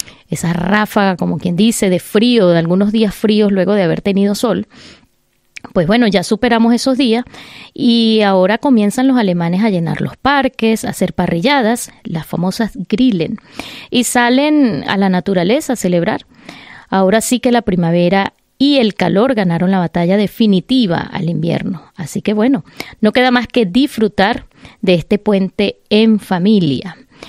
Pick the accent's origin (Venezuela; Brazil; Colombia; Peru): Venezuela; first language Spanish; moved away as an adult; now in Germany; la mayoría de los venezolanos que hacemos vida en este país